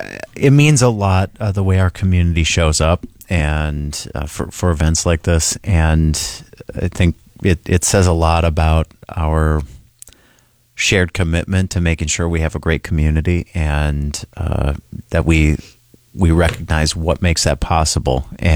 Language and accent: English; Appleton, Wisconsin, United States; I grew up in Appleton, and so grew up coming to this parade